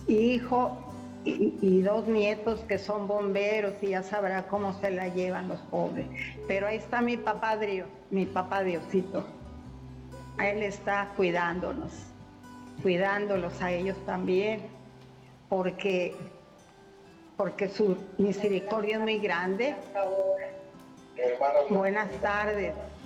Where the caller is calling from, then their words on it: Guaymas, Sonora, Mexico; Nos estoy llamando de aquí, desde el calorazo, desde Guaymas, Sonora. Estamos a 49 grados.